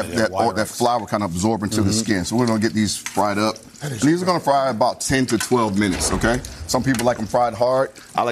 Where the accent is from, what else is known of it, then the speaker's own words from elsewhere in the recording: Georgia, United States; I'm from Georgia. I was born in Georgia.